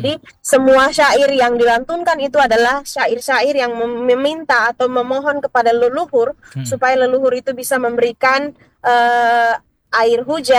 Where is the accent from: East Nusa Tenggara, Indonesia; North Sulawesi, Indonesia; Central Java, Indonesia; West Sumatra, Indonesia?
East Nusa Tenggara, Indonesia; Waikabubak; Kebetulan saya lahir dan besar di Waikabubak